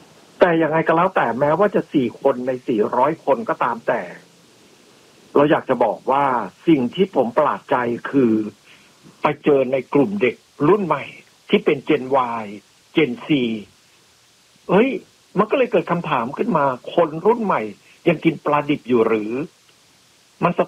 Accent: Isan, Thailand; ผมเป็นคนอีสาน

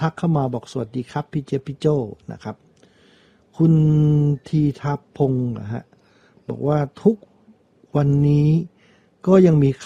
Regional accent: Bangkok, Thailand; เอาตรงๆผมไม่รู้จริงผมเด็กกรุงเทพนะ

